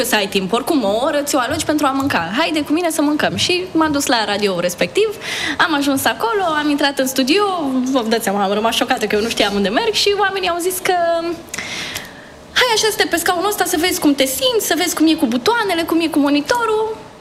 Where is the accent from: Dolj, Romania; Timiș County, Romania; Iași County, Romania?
Iași County, Romania; Iași; Eram la facultate de jurnalism în Iași, eu sunt din Iași și...